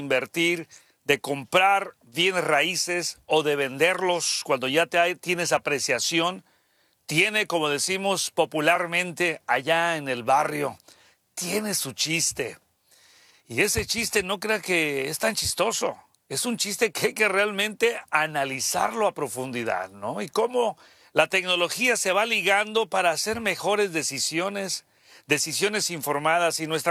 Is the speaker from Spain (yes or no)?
no; Mexico; now in United States; somos mexicanos y a mucha honra.